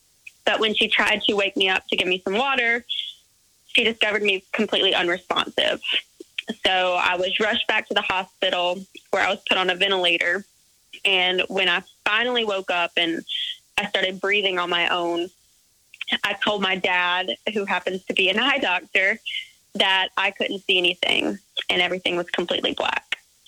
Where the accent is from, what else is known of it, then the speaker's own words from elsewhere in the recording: Georgia, United States; I'm from Georgia, West Georgia, about 45 minutes west of Atlanta. And I've lived in the same town all my life.